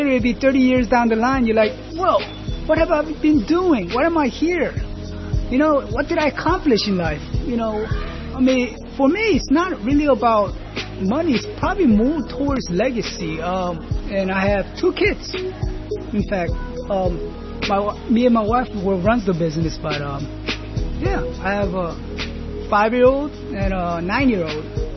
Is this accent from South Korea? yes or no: yes; South Korea; moved away; We're from Korea, I'm kind of like in the culture where, family's first concept. You listen to your parents, you respect your parents. I think it's because the way we came here, how life was really hard to survive as an immigrant